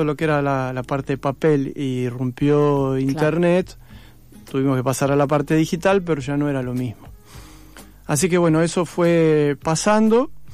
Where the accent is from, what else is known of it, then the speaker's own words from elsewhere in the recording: Trelew, Chubut, Argentina; now in Buenos Aires, Argentina; Sí, yo soy de Trelew.